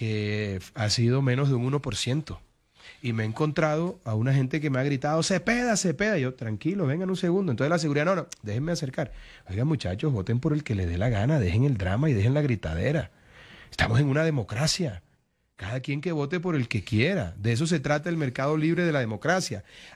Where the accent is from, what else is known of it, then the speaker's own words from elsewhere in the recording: Caribbean Region, Colombia; soy un hombre del Caribe. Y nosotros en el Caribe somos afables, somos cariñosos, somos extrovertidos.